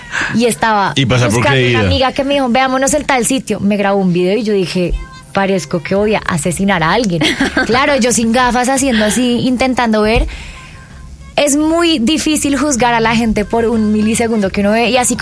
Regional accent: Colombia; todos como colombianos crecimos oyendo

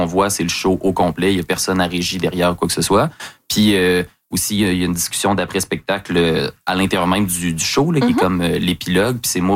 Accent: Lévis, Quebec, Canada; Après avoir passé toute mon enfance à Lévis

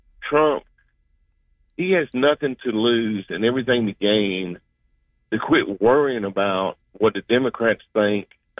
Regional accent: Louisiana, United States; We have so much oil in Louisiana. I was raised in Louisiana.

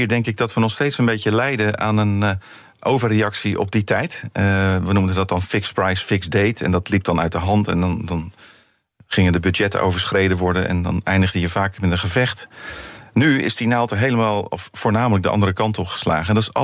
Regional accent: Netherlands

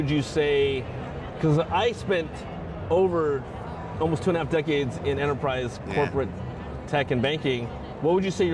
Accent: Alameda, California, United States; my hometown of Alameda

